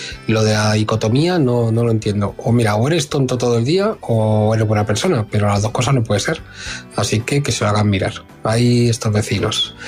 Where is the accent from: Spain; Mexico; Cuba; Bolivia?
Spain; Madrid, Community of Madrid; Hola, buenas … de Madrid.